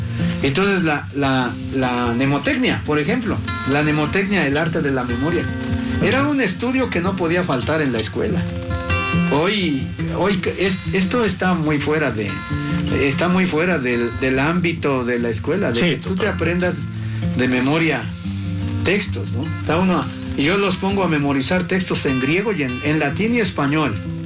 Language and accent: Spanish; Santa Inés Varela, Puebla, Mexico; a dar una clase a mi pueblo, en el cerro, allá hasta menciono el nombre del cerro, en el Potrero, así se llama un pueblo, una parte del campo de allí de mi pueblo, Santa Inés Varela, La Luz, La Chichuca, Puebla.